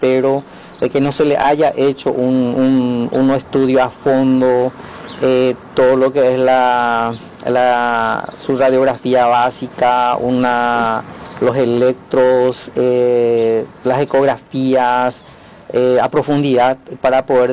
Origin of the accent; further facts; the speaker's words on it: Yaguarón, Paraguarí, Paraguay; soy de Yaguarón.